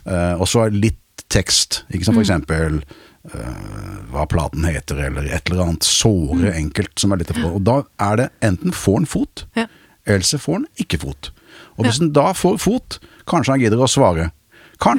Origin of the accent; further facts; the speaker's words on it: Nesodden, Akershus, Norway; jeg vokste opp på Nesodden, da, det derfor jeg sier inn I Oslobyen.